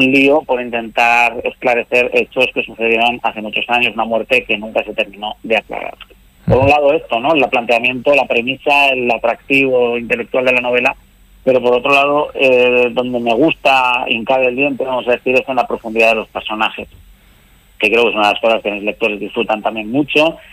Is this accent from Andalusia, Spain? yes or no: no; Basque Country, Spain; transcurre aquí en mi tierra, en el País Vasco